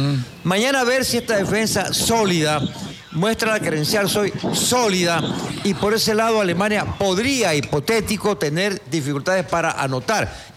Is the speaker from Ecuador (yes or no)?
yes; Ecuador; Como ecuatoriano, y que no puedo renegar de mi país, quiero aferrarme a una esperanza